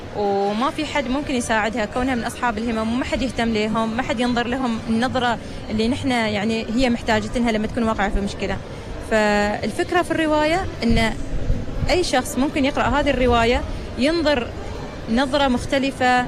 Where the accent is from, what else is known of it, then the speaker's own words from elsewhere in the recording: United Arab Emirates; أنا كوني إماراتية